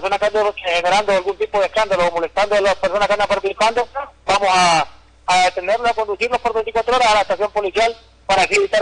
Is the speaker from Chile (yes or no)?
no; Honduras; somos hondureños y sentimos el fervor patriótico